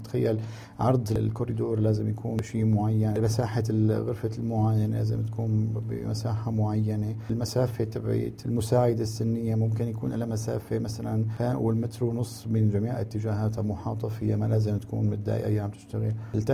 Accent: Syria; now in Turkey; عندنا بسوريا

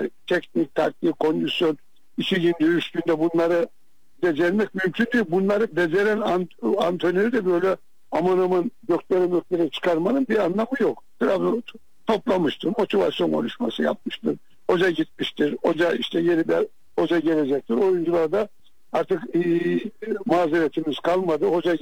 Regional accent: Trabzon, Turkey; Bir Trabzonlu olarak

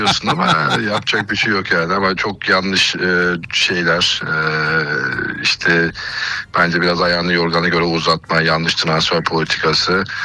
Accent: Giresun, Turkey; şey tam şey havası, yayla, güzel deniz. Her şey, Giresun güzel bir şehir. Memleketimi öveyim biraz.

